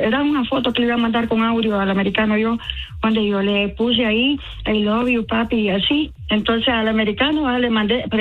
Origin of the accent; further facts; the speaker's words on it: Honduras; Soy hondureña, pero soy mujer de un solo hombre, no me gusta eso.